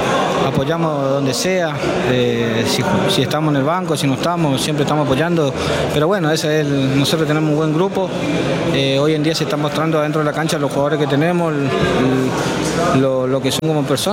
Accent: Chaco, Argentina; La verdad que yo soy del Chaco

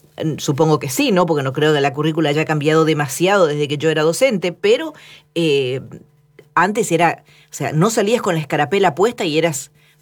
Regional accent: Argentina

